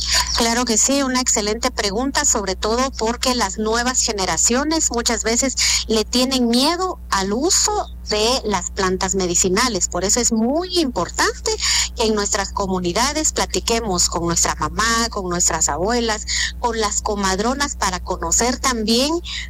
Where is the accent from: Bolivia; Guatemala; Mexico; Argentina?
Guatemala; Huehuetenango; especialmente de donde soy originaria, del área norte de Huehuetenango.